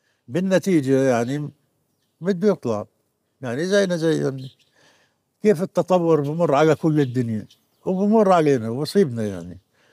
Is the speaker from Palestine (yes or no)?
yes; Palestine; now in Oslo, Norway; زمان باثنين وسبعين يعني، فإحنا اثنين يعني عرفوا إنه إحنا فلسطينيين.